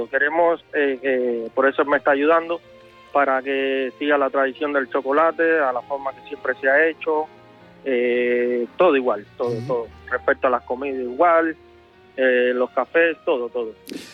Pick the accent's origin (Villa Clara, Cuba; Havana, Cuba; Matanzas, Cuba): Havana, Cuba; now in Santiago, Chile; yo vengo de La Habana.